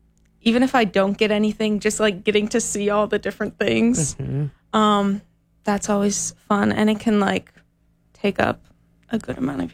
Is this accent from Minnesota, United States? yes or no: yes; East Grand Forks, Minnesota, United States; moved away as an adult; now in Grand Rapids, United States; I'm originally from East Grand Forks, so I'm used to the smaller town, northern mm-hmm. Minnesota